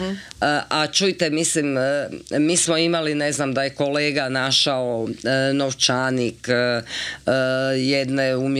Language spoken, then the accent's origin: Croatian; Slavonia, Croatia; ja sam inače Slavonka